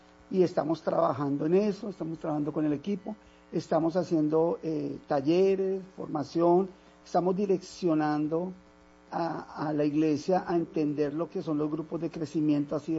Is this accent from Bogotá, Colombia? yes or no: yes; Bogotá, Colombia